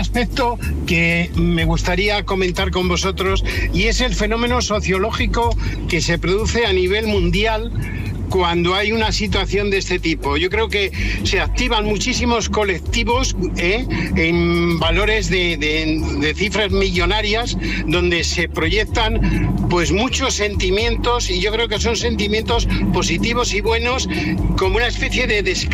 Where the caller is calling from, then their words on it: Spain; en nuestro caso concreto en España